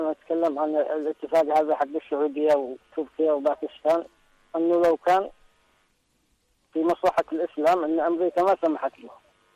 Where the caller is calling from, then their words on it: Yemen; لنا نحن في اليمن